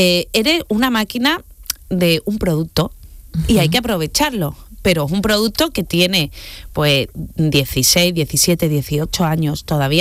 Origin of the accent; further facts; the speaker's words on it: Spain; siendo española